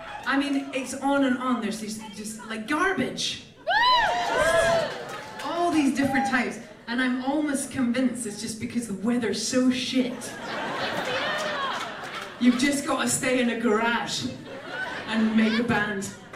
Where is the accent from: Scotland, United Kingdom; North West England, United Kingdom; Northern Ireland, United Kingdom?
Scotland, United Kingdom; St Andrews; moved away; I grew up in St. Andrews, Scotland, which is like just a bit smaller than this, like it was 11,000 or something growing up.